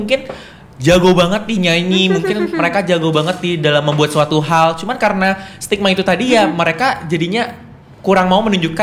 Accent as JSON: {"language": "Indonesian", "area": "Natuna", "region": "Riau Islands", "country": "Indonesia", "said": "kita kan orang Natuna, kita itu dari ujung utara gitu, dari perbatasan"}